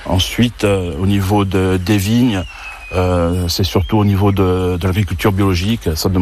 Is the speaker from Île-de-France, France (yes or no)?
no; Corsica, France; chez moi en Corse, hein, j'ai fait des études sur le continent, dans la région de Marseille, de Bordeaux.